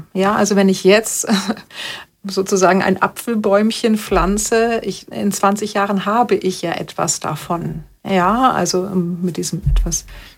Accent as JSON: {"language": "German", "country": "Germany", "moved": "yes", "lives_now": "Austria", "said": "ich als Deutsche in Österreich"}